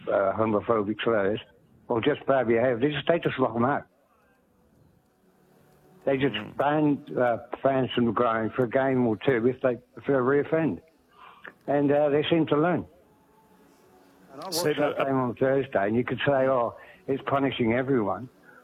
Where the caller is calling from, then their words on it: England, United Kingdom; I'm from England. I've followed the EPL and European soccer all my life.